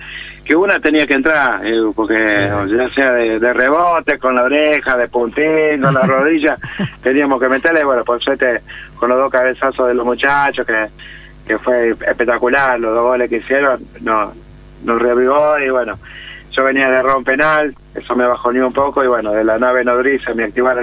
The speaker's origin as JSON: {"language": "Spanish", "region": "Santa Fe", "country": "Argentina", "said": "yo escucho Cadena O toda la mañana cuando me levanto, porque soy santafesino y que me interesa saber todo lo que pasa en la bota."}